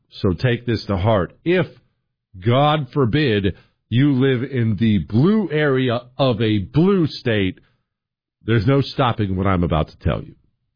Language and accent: English; Rocky Mountains, United States; I grew up in the Rocky Mountains myself, spent a lot of time in Denver.